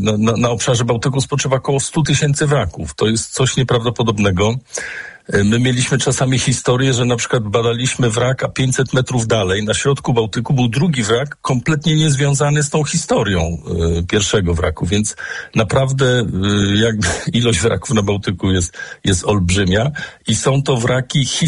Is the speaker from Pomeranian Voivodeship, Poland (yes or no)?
yes; Gdynia, Pomeranian Voivodeship, Poland; born there; ja mam to szczęście, że urodziłem się w Gdyni